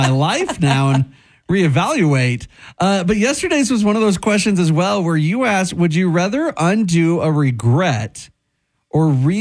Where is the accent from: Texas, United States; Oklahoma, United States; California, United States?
Oklahoma, United States; I'm from Oklahoma